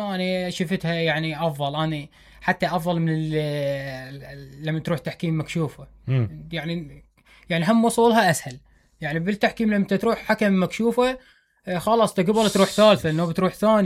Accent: Iraq; عندنا بالبصرة نادي مثلا، وببغداد نادي، وبالفرات الأوسط 4 أندية

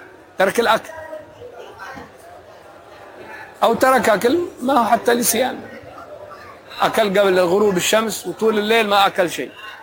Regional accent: Yemen; عندنا في اليمن ماشي زيتون، الأراك والنخل عندنا

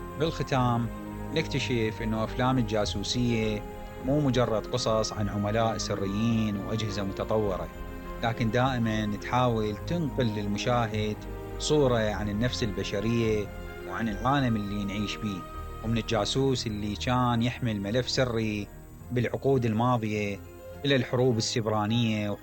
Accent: Iraq; نشعر إحنا كعراقيين

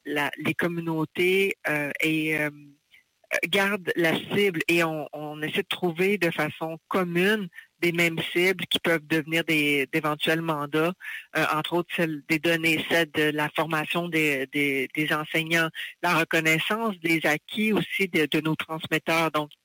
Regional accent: Mashteuiatsh, Quebec, Canada; Pour moi, je suis Innu de Mastouillat.

